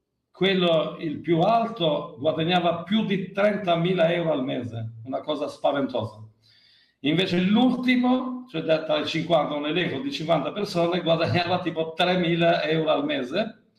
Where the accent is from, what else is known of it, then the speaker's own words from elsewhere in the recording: Albania; io sono albanese